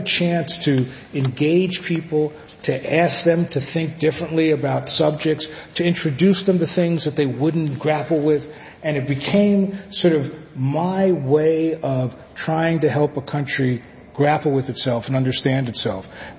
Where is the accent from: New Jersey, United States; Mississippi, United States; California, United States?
New Jersey, United States; Well, New Jersey taught me when to fight, when to run, and how to talk my way out of trouble.